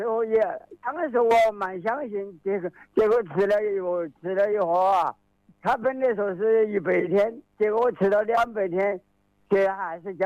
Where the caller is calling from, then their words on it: Wuhan, Hubei, China; 我是武汉杭口的，江汉区的。3元桥路57号。